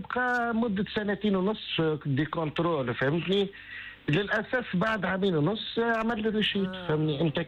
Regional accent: Enfidha, Sousse Governorate, Tunisia; أنا أصيل نفيدة ولاية سوسة

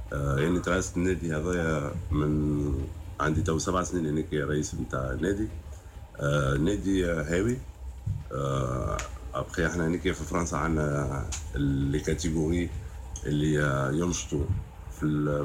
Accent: Tunisia; now in France; بالنسبه لي يعني كتونسي فخر لي كوني تونسي.

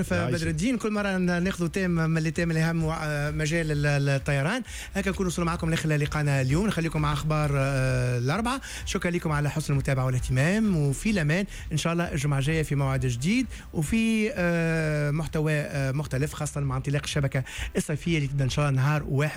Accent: Tunisia; انا تونسي

